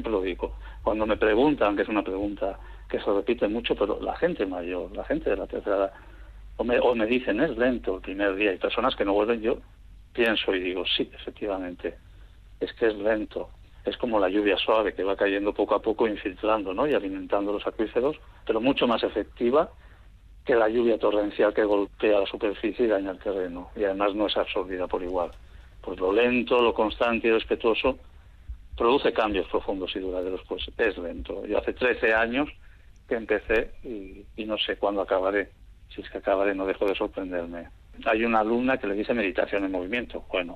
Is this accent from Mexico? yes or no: no; Bermeo, Basque Country, Spain; also born or lived in Barcelona; estos proyectos que me llevaron aquí a mi tierra, a Bermeo principalmente, donde fui a parar después de marchar de Barcelona.